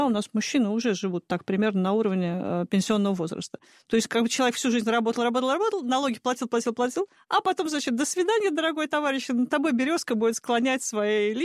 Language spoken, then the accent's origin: Russian; Moscow, Russia; И вот я, как коренная москвичка, всю жизнь, все свои, значит, весь свой огромный трудовой стаж, практически уже трехзначный, проработавшая в Москве